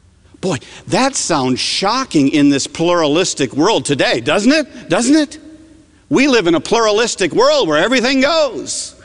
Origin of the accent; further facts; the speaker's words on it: Northeast, United States; I came from the Northeast, and in the Northeast, many worship in hushed, hallowed settings